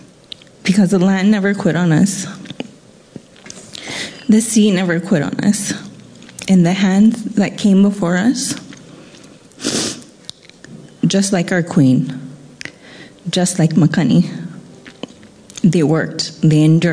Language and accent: English; Haleiwa, Hawaii, United States; from Hala'iwa.